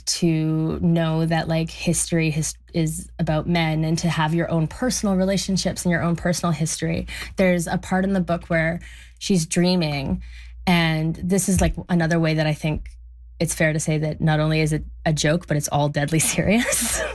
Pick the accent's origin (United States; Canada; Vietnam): Canada; Alberta; I'm from Alberta, by the way.